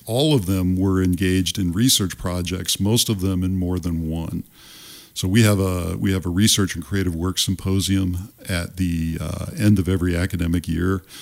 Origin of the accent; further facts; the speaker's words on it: Ohio, United States; also born or lived in Southern Nevada; now in Spokane, United States; I grew up in Ohio.